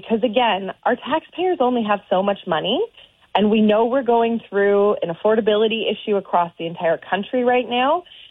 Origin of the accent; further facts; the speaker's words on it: Wilmot, Ontario, Canada; I'm from Wilmot. We don't have a hospital here.